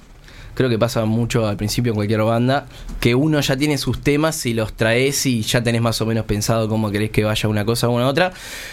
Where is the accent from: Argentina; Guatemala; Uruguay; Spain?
Uruguay; Progreso, Canelones; montevideana, nosotros somos de Progreso igual.